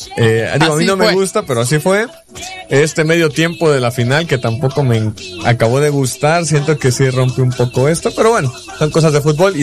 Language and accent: Spanish; Mexico; somos buenos mexicanos